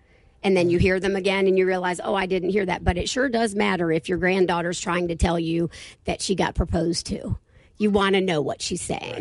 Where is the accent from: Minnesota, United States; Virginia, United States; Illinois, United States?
Virginia, United States; Fort Valley; I've lived in Shenandoah County my whole life. I'm from Fort Valley originally.